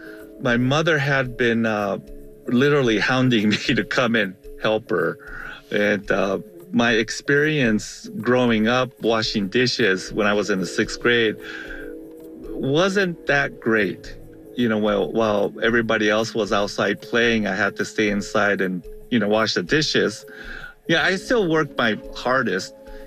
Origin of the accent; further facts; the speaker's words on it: Japan; moved away; My family, we came over from Japan in 1969. I remember the first couple of years, my family played Mahjong.